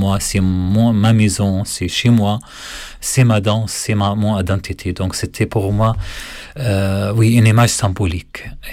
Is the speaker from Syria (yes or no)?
yes; As-Suwayda Governorate, Syria; French is a second language; moved away; la région où je viens, du sud de la Syrie, il s'appelle Sweda.